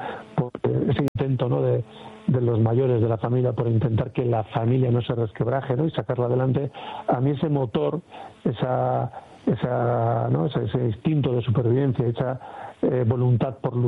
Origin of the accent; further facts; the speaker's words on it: Leioa, Basque Country, Spain; como soy de Leioa